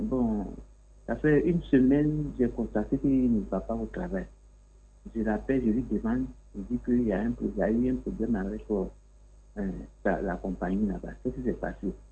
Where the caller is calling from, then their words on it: Abidjan, Côte d’Ivoire; Maman Chantal, j'appelle d'Abobo.